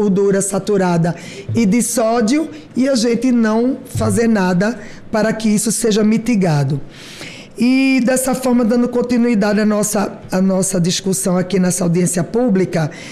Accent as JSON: {"language": "Portuguese", "region": "Northeast Region", "country": "Brazil", "said": "Realmente, nós que somos do Nordeste gostamos muito mesmo de bolacha creme cracker"}